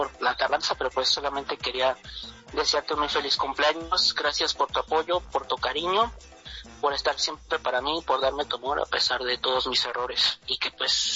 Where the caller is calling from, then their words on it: Temascalapa, State of Mexico, Mexico; soy de Temazcalapa, aquí en el Estado de México.